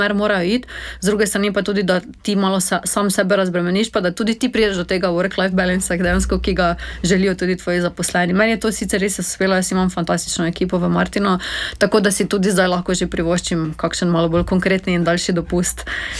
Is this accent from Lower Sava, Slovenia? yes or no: no; Maribor, Drava, Slovenia; Jaz sem sama Mariborčanka, živim v centru mesta